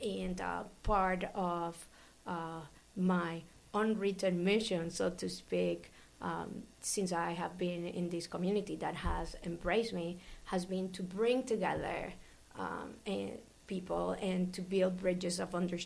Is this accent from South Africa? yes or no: no; Caguas, Puerto Rico; moved away as an adult; now in Rochester, United States; I'm originally from Caguas, Puerto Rico.